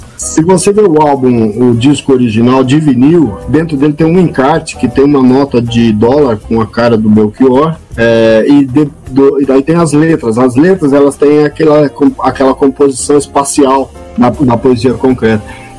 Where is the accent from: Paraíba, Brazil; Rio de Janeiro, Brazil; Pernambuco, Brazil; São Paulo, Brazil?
Paraíba, Brazil; Sumé; born there; Mas eu não sou de lá, eu sou de Sumé. Eu nasci em Sumé, mas minha mãe registrou em Campina Grande.